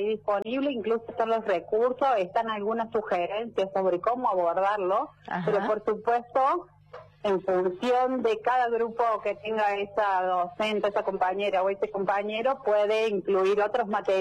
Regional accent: Argentina; somos argentinos y estamos orgullosos de...

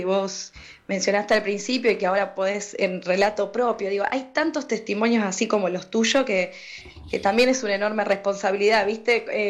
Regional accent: San Nicolás de los Arroyos, Buenos Aires Province, Argentina; now in Buenos Aires, Argentina; Vengo de la ciudad de San Nicolás, no soy de acá, digamos, vivo hace mucho tiempo en Capital Federal, pero anduve mucho por la región litoral

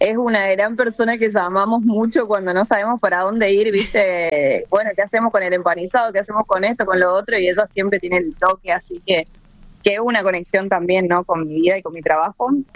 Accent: Chaco, Argentina; accent: litoraleña; moved away as an adult; now in Miami, United States; Sí, yo soy del Chaco y lo conocí a Fe acá.

